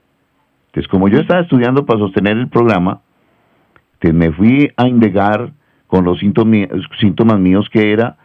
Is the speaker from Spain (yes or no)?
no; Medellín, Antioquia, Colombia; born there